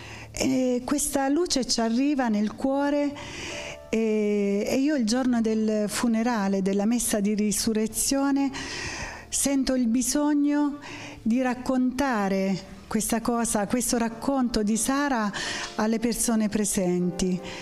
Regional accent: Calabria, Italy; io sono calabrese

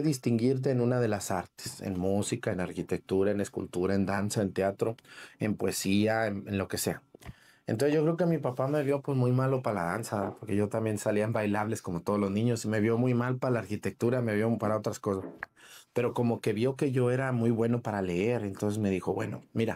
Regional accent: Mexico; un saludo a la gente de Yagualica y a media hora de mi pueblo.

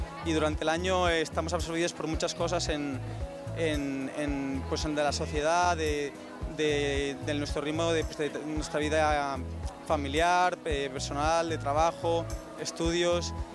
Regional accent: Barcelona, Catalonia, Spain; Yo vengo de Barcelona, he venido con la Asociación de Amor de Déu

